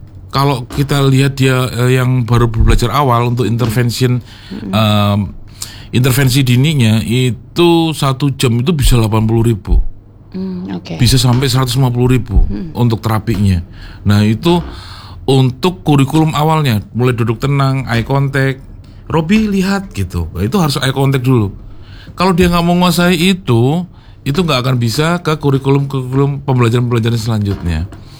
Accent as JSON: {"language": "Indonesian", "region": "North Kalimantan", "country": "Indonesia", "said": "saya dari Kalimantan Utara Mbak, jadi dari pinggiran, dari perbatasan di Indonesia yang berbatasan dengan Kalimantan, dengan Malaysia"}